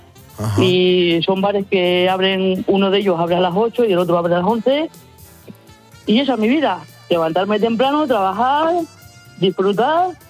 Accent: Coria, Extremadura, Spain; born there; Es el nombre de la patrona de mi pueblo, de Coria Cáceres.

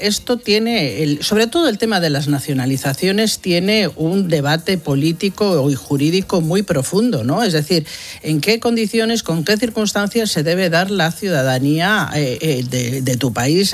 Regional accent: Galicia, Spain; ¿Verdad? ¿Te han tratado bien por mi tierra?

